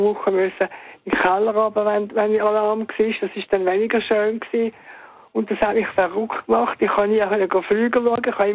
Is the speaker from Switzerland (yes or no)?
yes; Andelfingen, Zurich, Switzerland; In Andelfingen, mhm, im Wieland, also relativ nahe an der deutschen Grenze.